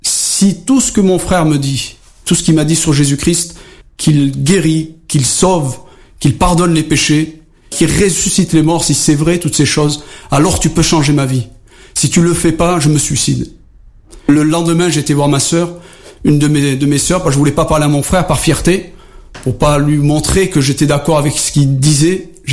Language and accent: French; Algeria; depuis que j'ai donné ma vie à Jésus-Christ, je suis toujours un arabe, j'aime toujours mes compatriotes, et que je suis algérien, et que je le resterai jusqu'à la fin de mes jours, et j'en suis fier.